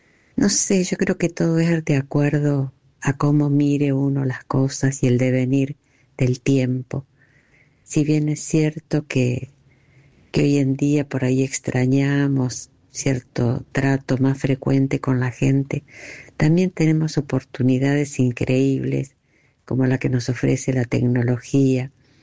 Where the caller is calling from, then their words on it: Berisso, Buenos Aires Province, Argentina; de Berisso.